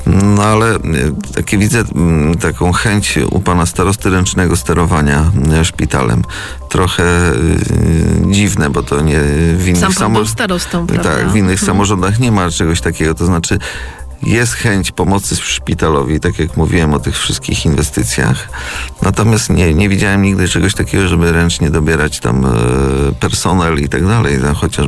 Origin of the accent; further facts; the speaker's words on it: Przasnysz, Masovian Voivodeship, Poland; also born or lived in Mława; jestem z Przesnysza i tutaj z naszego okręgu, można powiedzieć, ale jestem też właścicielem od roku mieszkania w Mławie, także jestem mławianinem